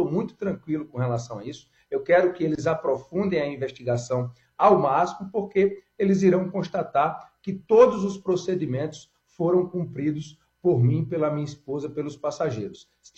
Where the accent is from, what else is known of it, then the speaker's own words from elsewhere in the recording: Paraíba, Brazil; eu sou do sertão da Paraíba e eu sei o quanto as minhas emendas são importantes para melhorar a vida das pessoas